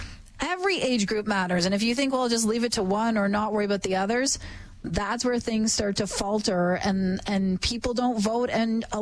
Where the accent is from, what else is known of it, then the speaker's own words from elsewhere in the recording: Canada; I am a Canadian. My family is spread across this country.